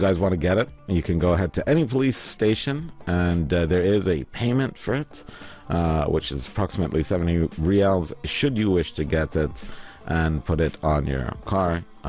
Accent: Dhofar, Oman; the Fahd, my homeland, my hometown.

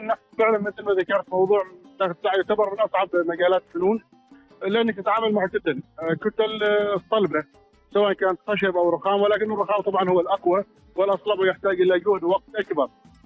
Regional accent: Oman; نحن كفنانين عمانيين

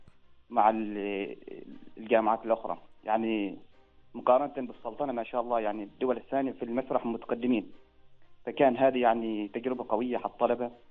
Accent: Oman

